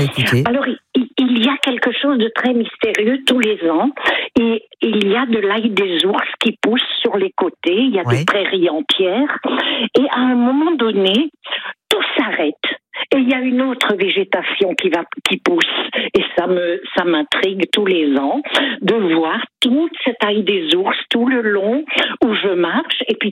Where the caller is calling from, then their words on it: Hegenheim, Grand Est, France; Je viens pas de Mulhouse, je viens d'Eggenheim. Oui. C'est juste à la frontière suisse.